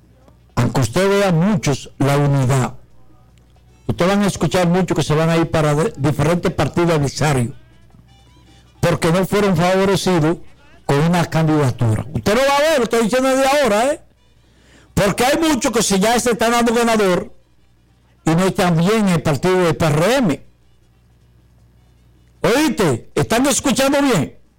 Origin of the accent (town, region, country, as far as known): Dominican Republic